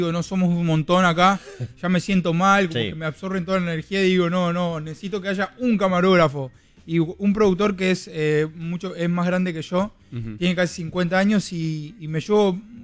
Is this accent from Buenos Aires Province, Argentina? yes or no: yes; Florencio Varela, Buenos Aires Province, Argentina; Además me crié en Varela, en bosques, es como que ya está, ya me curtí, claro.